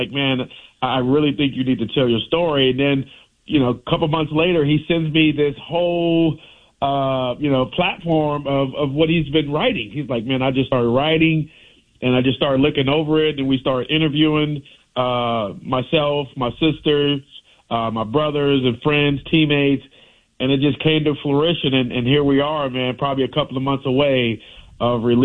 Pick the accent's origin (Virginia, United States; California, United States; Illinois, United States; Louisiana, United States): California, United States; Los Angeles; growing up in South Central L.A., you know, going to Kennedy High School, then going on to, Glendale Junior College